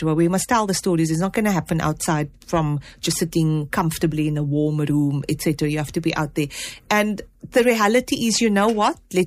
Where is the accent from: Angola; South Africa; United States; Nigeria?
South Africa; because we are also people and we are also South African and we come from communities.